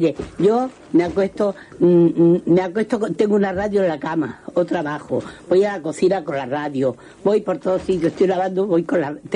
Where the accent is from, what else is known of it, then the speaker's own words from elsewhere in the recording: Almería, Andalusia, Spain; yo como soy de Almería